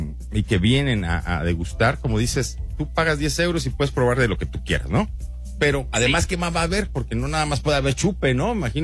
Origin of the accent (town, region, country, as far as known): Mexico; now in Spain